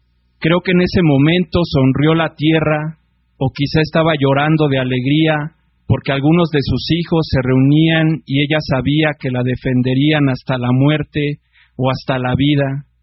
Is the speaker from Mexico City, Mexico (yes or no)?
yes; Iztapalapa, Mexico City, Mexico; pues venimos de una comunidad de Iztapalapa que se llama Xochitlanesi